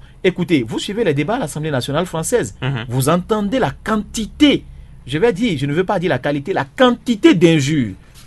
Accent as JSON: {"language": "French", "country": "Benin"}